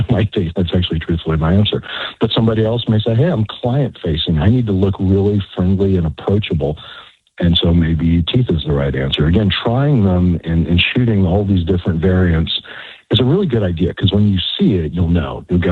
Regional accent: Texas, United States; I'm from Texas.

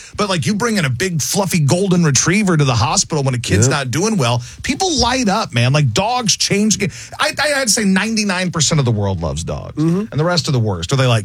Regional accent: Baton Rouge, Louisiana, United States; I grew up in Baton Rouge, Louisiana.

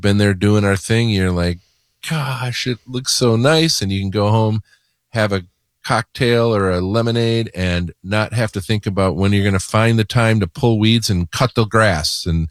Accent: Mukwonago, Wisconsin, United States; I grew up in Mequonago, and we're the Mequonago Indians

